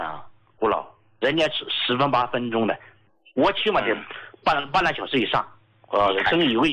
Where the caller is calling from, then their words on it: Chongqing, China; accent: Sichuanese; 我是重庆的听众啊。